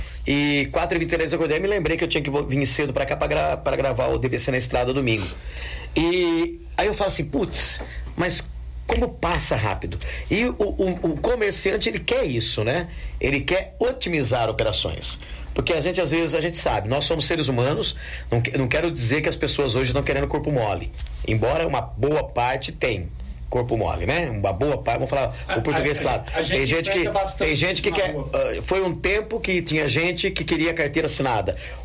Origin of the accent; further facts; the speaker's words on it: Descalvado, São Paulo, Brazil; Alô, alô, Descalvado, minha terra querida.